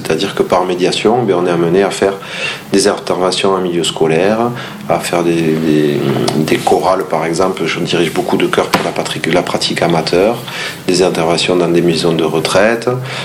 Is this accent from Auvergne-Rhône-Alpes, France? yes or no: no; Toulouse, Occitanie, France; born there; Moi, je suis né à Toulouse, dans une famille d'Espagnols